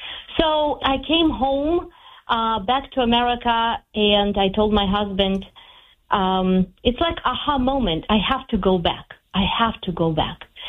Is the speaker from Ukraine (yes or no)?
yes; Ukraine; After he passed away, I went to Ukraine, to my home country, And I believe it was not accidentally.